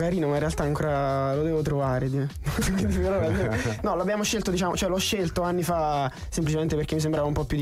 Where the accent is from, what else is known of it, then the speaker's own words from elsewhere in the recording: Isernia, Molise, Italy; sono di Isernia.